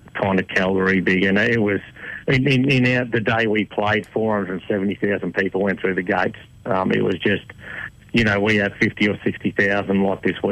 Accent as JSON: {"language": "English", "region": "Queensland", "country": "Australia", "tie": "born or raised there", "said": "I grew up on the Sunshine Coast where I am now"}